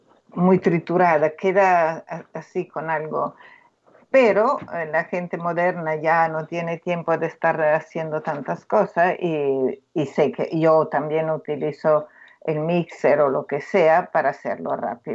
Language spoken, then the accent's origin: Spanish; Milan, Lombardy, Italy; Soy de Lombardía, de Milán.